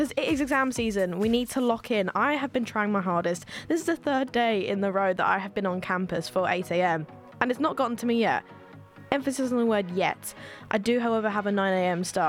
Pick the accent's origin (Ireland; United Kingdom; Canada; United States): United Kingdom; London; there's someone who has a little bit of beef with cyclists as a Londoner.